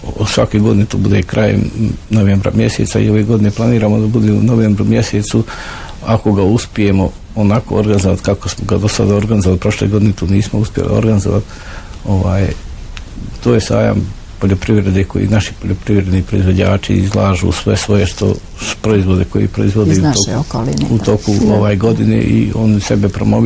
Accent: Dragunja, Federation of Bosnia and Herzegovina, Bosnia & Herzegovina; Mi iz Dragunje smo ponosni

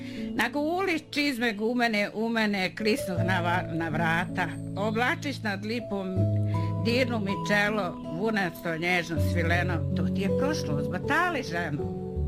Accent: Kotor Varoš, Republika Srpska, Bosnia & Herzegovina; born there; Ja sad ću kad odim tamo da kažem da nisam iz Čelinca, jer ja sam rođena na Kotorvaroškoj opštini.

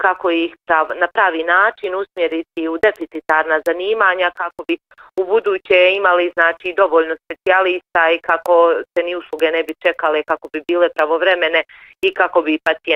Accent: Federation of Bosnia and Herzegovina, Bosnia & Herzegovina; uzet ću Hercegovačko-neretvanski kanton, odakle sam ja

